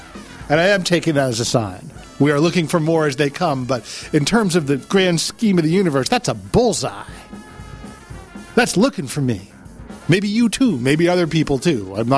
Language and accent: English; Boston, Massachusetts, United States; moved away; Massachusetts, my home state.